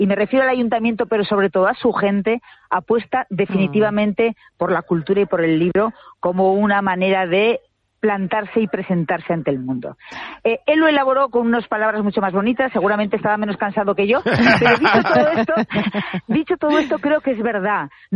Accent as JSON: {"language": "Spanish", "town": "Zaragoza", "region": "Aragon", "country": "Spain", "said": "de mi tierra, por cierto, de Zaragoza"}